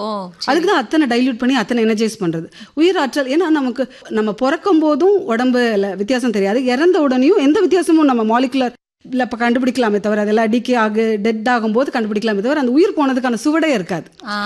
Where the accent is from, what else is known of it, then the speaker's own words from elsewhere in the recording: India; first language Telugu; என் தாய்மொழி வந்து தெலுங்குங்க.